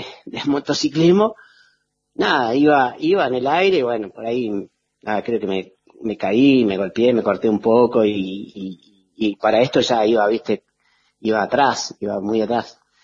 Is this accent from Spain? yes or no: no; Esquel, Chubut, Argentina; moved away as an adult; now in El Chaltén, Argentina; Mi corazón siempre está en Esquel y yo amo Esquel y soy de Esquel, o sea, por más que esté trabajando hoy en Santa Cruz, en Chaltén